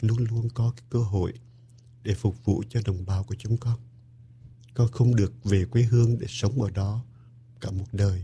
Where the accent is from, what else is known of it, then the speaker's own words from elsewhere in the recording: Da Nang, Vietnam; moved away as an adult; Mình lớn lên quê hương, mình sinh tại Đà Nẵng và không biết hát tiếng Quảng giống như là … đâu, nhưng mà quê hương của mình mãi ở trong con tim của mình, cho dù mình xa từ năm 1975.